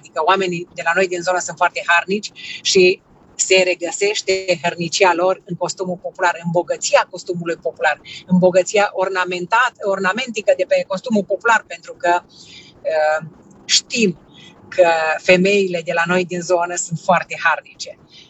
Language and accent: Romanian; Romania; suntem români adevărați.